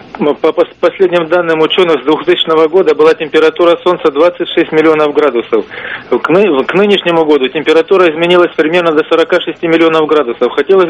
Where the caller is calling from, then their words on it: Novocherkassk, Rostov Oblast, Russia; Новочеркасск, Ростовской области